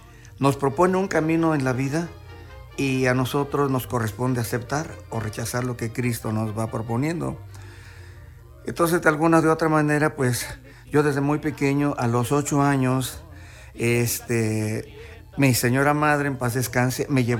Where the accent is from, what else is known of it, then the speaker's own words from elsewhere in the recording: Salvatierra, Guanajuato, Mexico; Sí, entonces soy de Salvatierra, Guanajuato, y ahí nací, ahí estuve hasta toda mi infancia, hasta la primaria nada más, ¿verdad?